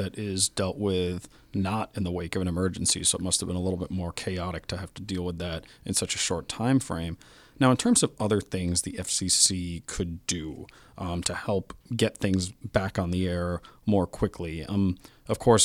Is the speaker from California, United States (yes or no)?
no; New York City, New York, United States; I'm from New York City, of course, huge Puerto Rican population there, so it makes sense that they would want to chip in.